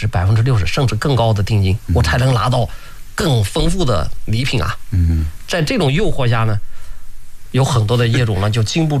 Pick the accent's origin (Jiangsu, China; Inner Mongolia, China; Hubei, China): Jiangsu, China; Lianyungang; 因为土生土长的。新浦人